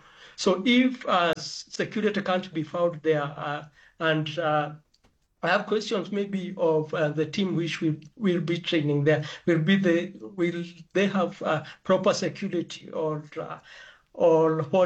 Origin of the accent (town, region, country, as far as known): Kenya